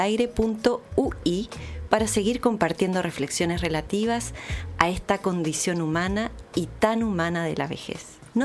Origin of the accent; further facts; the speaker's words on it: Chile; ¿por qué la once se dice así en mi país?